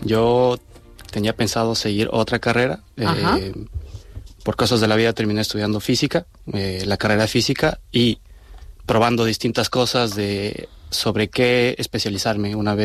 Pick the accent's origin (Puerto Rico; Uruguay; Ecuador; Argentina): Ecuador; moved away as an adult; now in Canary Islands, Spain; Soy de Ecuador, sí.